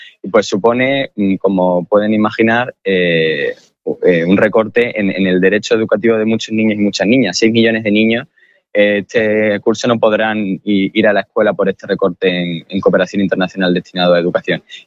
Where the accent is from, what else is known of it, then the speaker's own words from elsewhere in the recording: Spain; la propia naturaleza como españoles que tenemos